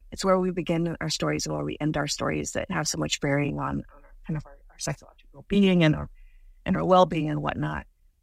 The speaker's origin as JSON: {"language": "English", "country": "United States", "tie": "born or raised there", "said": "I'm a kid growing up in America"}